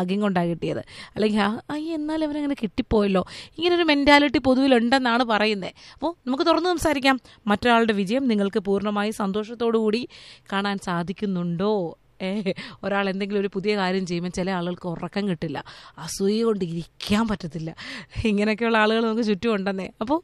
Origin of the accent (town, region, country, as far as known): Onattukara, Kerala, India